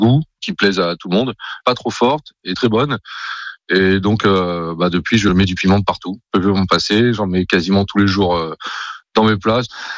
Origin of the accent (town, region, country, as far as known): Auvergne-Rhône-Alpes, France; born there